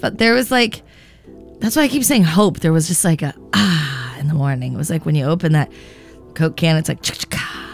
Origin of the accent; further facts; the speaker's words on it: Santa Barbara, California, United States; It's I know back in my hometown of Santa Barbara, summer solstice is kind of like it's a pretty big event.